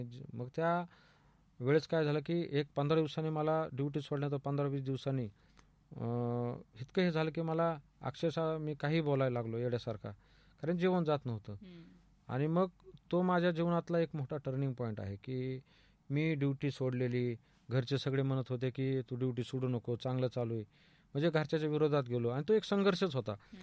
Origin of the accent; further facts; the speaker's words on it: Maharashtra, India; moved away; also born or lived in Chhatrapati Sambhajinagar; घरी आलो डायरेक्ट मी माझ्या गावी म्हणजे संभाजीनगरहून जामखेड तालुक्यात आमच्या धुनपार गावी आलो.